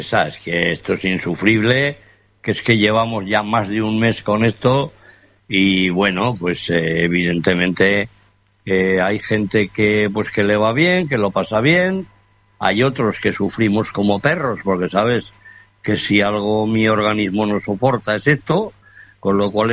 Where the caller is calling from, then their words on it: Spain; Te saludo desde un punto del noroeste de España a 38 grados de temperatura